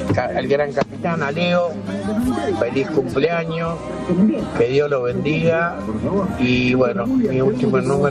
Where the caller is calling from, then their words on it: Colón, Buenos Aires Province, Argentina; de Colón, Buenos Aires. En este momento ando por Roldán.